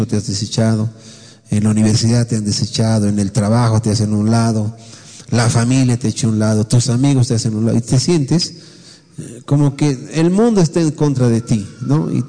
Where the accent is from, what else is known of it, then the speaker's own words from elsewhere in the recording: Bolivia; Puede haber algún peruano aquí, no sé, pero la mayoría de los que estamos aquí somos bolivianos.